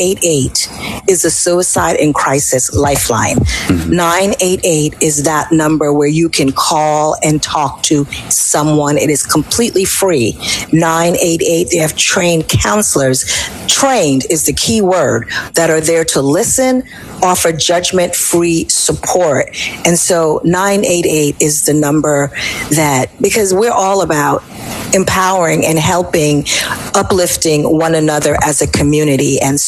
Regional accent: Jamaica; now in United States; So I was like, I'm a Jamaican citizen. Like, I'm an American citizen, dual citizenship. But I said, I'm from Jamaica.

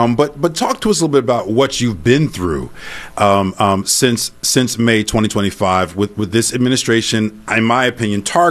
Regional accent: Newark, New Jersey, United States; I'm from Newark, New Jersey, so you represent my hometown

